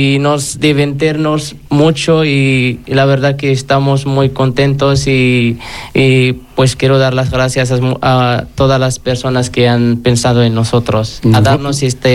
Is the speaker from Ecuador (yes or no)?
no; Morocco; now in Spain; pues soy un chico marroquí